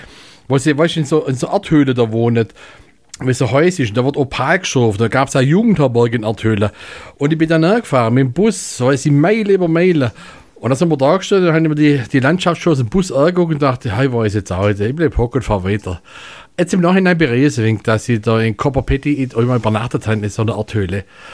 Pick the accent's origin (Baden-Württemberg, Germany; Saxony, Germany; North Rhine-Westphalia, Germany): Baden-Württemberg, Germany; accent: Italian Swabian; Ah, aus meiner Heimat, gut.